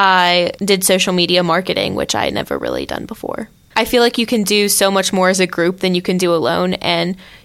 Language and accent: English; Rockwood, Pennsylvania, United States; I'm from Rockwood, which is in Somerset County, and when we get to visit Somerset County and see the great things they're doing, I learned the amazing work people are doing in my backyard.